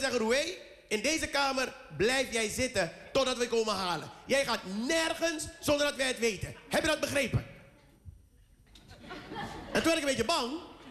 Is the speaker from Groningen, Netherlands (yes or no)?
no; Amsterdam, North Holland, Netherlands; Ik kom uit Amsterdam-West. Alles in Wassenaar is voor mij een kasteel.